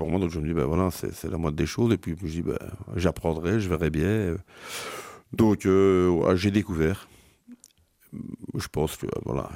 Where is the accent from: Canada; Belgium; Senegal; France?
Belgium; Flémalle, Wallonia; j'ai 52 ans, ça fait 52 ans que j'habite à Flémal.